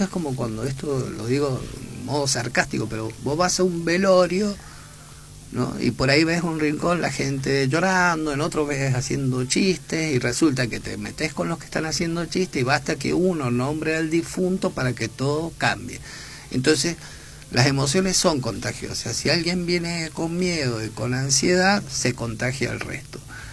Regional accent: Argentina; qué fantástico que somos los argentinos

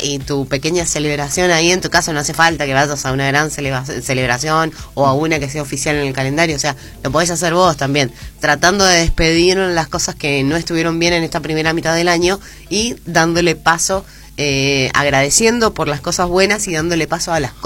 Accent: Argentina

